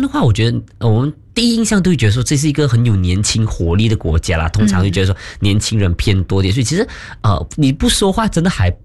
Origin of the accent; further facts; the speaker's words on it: Malaysia; 就是说照顾我们这一批，就是我们这群的马来西亚人